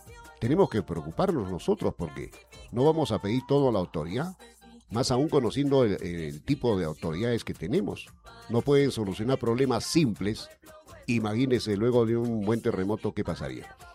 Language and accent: Spanish; Huancayo, Junín, Peru; Y así somos los peruanos, ¿no? Así somos los huancaínos, los que vivimos en esta ciudad.